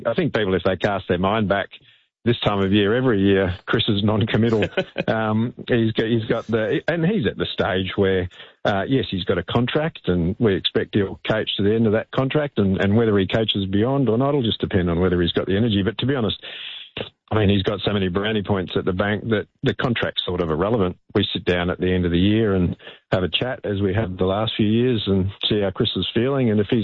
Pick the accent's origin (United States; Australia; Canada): Australia; Western Australia; I grew up in Western Australia, and so I remember the Eagles starting